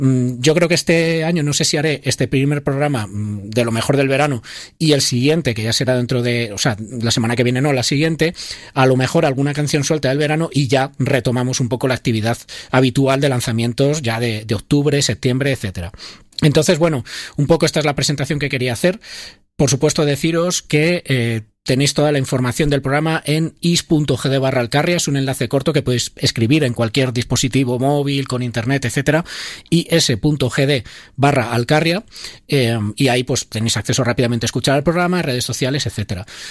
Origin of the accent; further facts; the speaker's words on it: Guadalajara, Castilla-La Mancha, Spain; yo soy de Guadalajara y vengo aquí los miércoles a grabar el programa